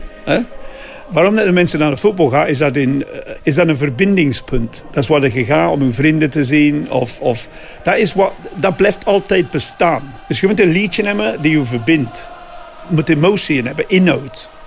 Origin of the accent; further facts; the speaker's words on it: Bristol, South West England, United Kingdom; Dutch is a second language; moved away; Dat is van waar ik geboren ben, hè? Bristol, Bristol Rovers. Maar ik ben van de arme kant van Bristol, de noorden kant, de working class area.